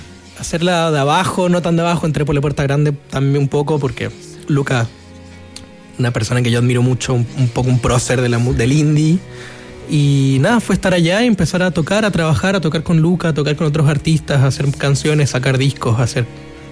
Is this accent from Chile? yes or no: yes; Santiago, Santiago Metropolitan, Chile; also born or lived in Buenos Aires; De acá de Santiago, tengo un acento medio raro, viví en Argentina un tiempo y a veces cuando estoy muy en contacto con mi gente de allá, hablando por teléfono y cosas, se me pega.